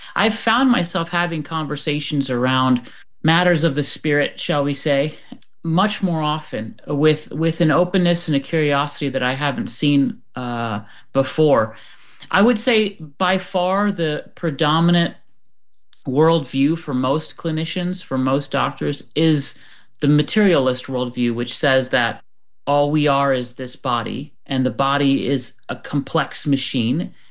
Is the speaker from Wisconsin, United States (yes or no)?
no; Florida, United States; born there; Mom from France, and my dad from Pakistan. And when they got together, they moved to America for the American dream, and that's where I was born in Florida.